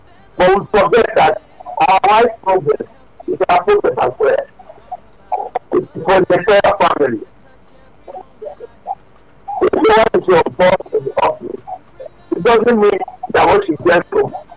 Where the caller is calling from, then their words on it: Nigeria; I'm calling from Okume.